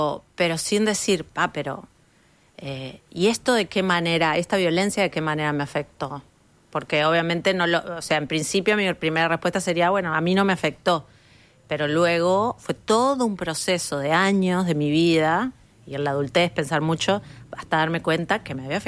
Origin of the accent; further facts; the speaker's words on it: Montevideo, Uruguay; mi cuadra donde yo nací y viví, que es la calle Chaná y Jackson.